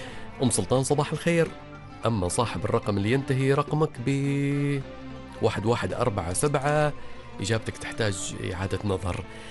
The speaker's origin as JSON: {"language": "Arabic", "country": "Oman", "accent": "Omani", "said": "في كلمات نستخدمها في لهجتنا العمانية"}